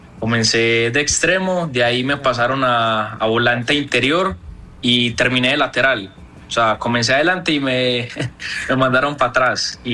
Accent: Medellín, Antioquia, Colombia; No, señor, de acá de Medellín.

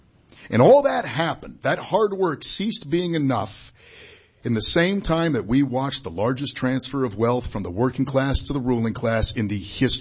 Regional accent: Maine, United States; When I was growing up in Eastern Maine, I knew folks where if you sterned in the summer, plowed driveways in the winter, did some carpentry, maybe did some wreaths, that was enough.

